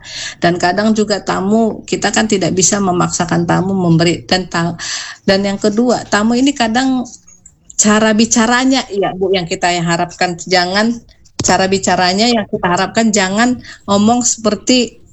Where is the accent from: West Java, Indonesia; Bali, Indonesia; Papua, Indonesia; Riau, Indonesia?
West Java, Indonesia; Cirebon; kita semua orang Cirebon